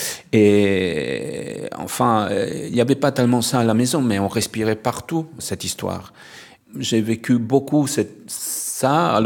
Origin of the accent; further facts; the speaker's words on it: Pisa, Tuscany, Italy; Et ce côté sarde a été très fort pour moi parce que j'ai grandi à Pise, mais avec une grand-mère sarde.